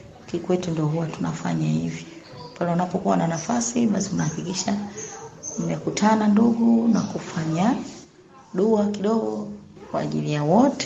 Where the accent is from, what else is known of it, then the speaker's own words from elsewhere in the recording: Dar es Salaam, Tanzania; Yanga Damu, natokea Dar es Salaam, Tanzania.